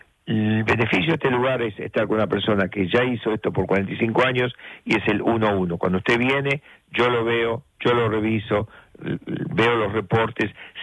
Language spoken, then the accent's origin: Spanish; La Plata, Buenos Aires Province, Argentina; born there; moved away; También los de la ciudad de La Plata, ¿por qué no? Donde yo nací, en Argentina.